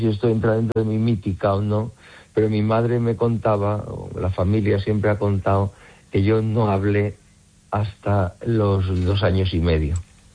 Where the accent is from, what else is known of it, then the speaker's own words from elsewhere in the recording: Zamora, Castile and León, Spain; yo que soy de Zamora